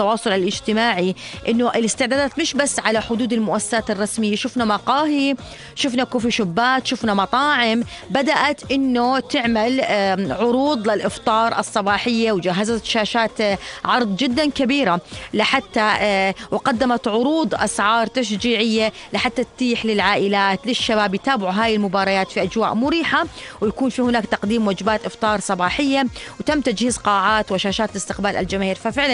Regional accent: Jordan; إحنا كأردنيين

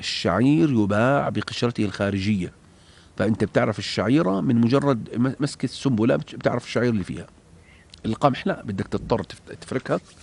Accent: Jordan; عندنا في الأردن

